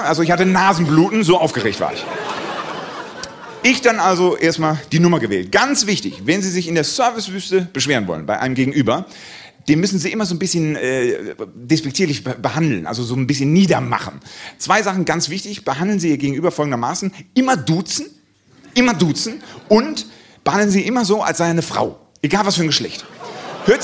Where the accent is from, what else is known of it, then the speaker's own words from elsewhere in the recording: Germany; für mich als Deutscher